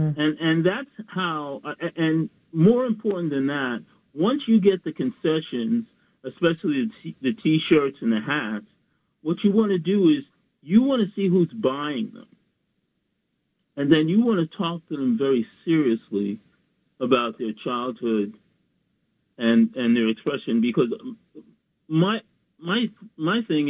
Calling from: Bronx, New York, United States; Bronx, New York.

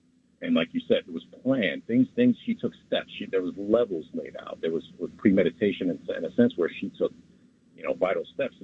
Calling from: White Plains, New York, United States; from White Plains.

